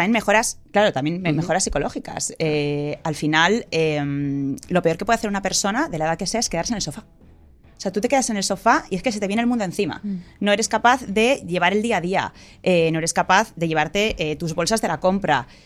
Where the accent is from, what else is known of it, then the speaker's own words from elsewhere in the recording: Basque Country, Spain; Claro, eso se hace mucho en mi tierra, en el País Vasco, ¿verdad?